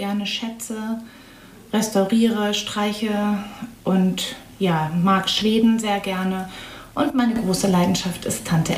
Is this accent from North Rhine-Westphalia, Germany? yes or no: no; Langelsheim, Lower Saxony, Germany; now in Beuchte, Germany; Ich bin 53 Jahre alt. Ich bin in einer Kleinstadt hier in der Nähe in Langelsheim aufgewachsen. Ich bin in Goslar zur Schule gegangen.